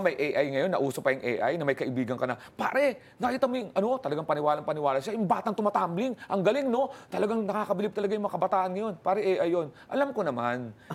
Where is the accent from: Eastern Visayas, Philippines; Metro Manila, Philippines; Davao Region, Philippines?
Metro Manila, Philippines; Taguig; taga-Taguig ako, pero doon ako sa Manila, doon ako sa Paranaque.